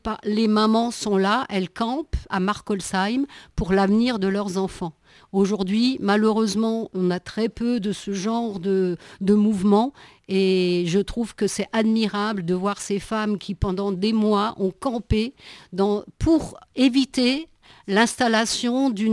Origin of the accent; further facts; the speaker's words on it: Grand Est, France; born there; même si je suis née en Alsace, à l'époque, non, je n'ai pas milité, mais j'ai aujourd'hui que je suis revenue en Alsace